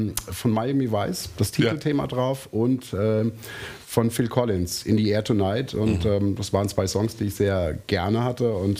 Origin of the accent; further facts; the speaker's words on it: Germany; first language German; Und meine Mutter ist deutsch. Und ich bin deutsch sozialisiert worden. Mein Freundeskreis war deutsch. Das ist meine Muttersprache.